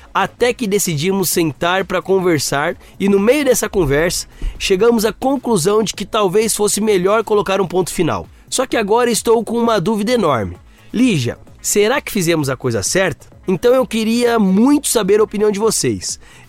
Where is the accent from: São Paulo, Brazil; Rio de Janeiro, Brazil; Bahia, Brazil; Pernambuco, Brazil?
Bahia, Brazil; Feira de Santana; Eu sou de Feira de Santana.